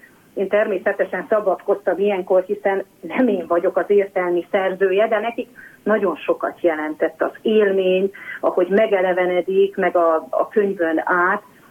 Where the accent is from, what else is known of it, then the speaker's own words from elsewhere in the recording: Kisbacon, Covasna, Romania; Ahogy említettem is, ott születtem Kisbaconban. Ott nőttem fel, aztán tudatosult bennem, hogy ez egy különleges környezet és családi háttér.